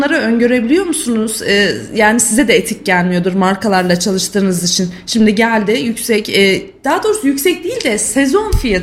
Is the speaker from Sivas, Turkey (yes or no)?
yes; Sivas, Turkey; born there; ben de Sivas doğumluyum mesela.